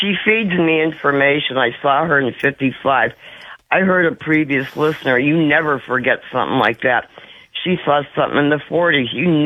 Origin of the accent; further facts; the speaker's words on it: Erie, Pennsylvania, United States; I'm from Erie, Pennsylvania.